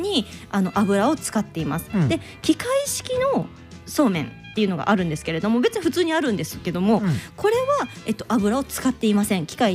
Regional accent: Osaka, Japan; 私大阪出身だからっていうのもあるかもしれないんですけれども、

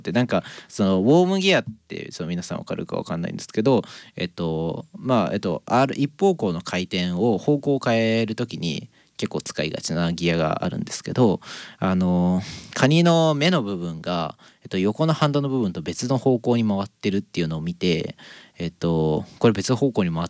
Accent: Nagano, Japan; まあ石川もね僕の地元僕長野なんですけど、金沢はすごい人多いなっていう感覚なんだけど

